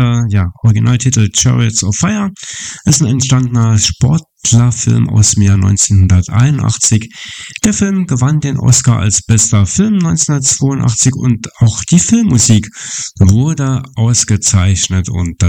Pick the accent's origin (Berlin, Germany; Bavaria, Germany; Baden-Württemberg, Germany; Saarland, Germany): Saarland, Germany; Quierschied; born there; Denn ja, Mitte August in meinem Geburtsort, die Kirmes, das Fest, und da hat man immer gesagt, wenn das Quierschlafest rum ist, dann kommt der Herbst.